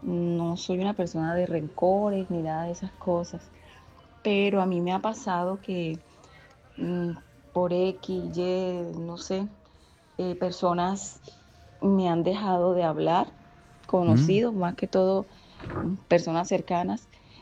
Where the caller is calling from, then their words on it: Magangué, Bolívar, Colombia; soy de Magangué, Bolívar.